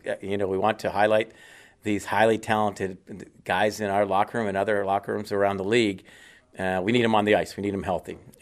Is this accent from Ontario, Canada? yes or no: yes; Chatham, Ontario, Canada; born or raised there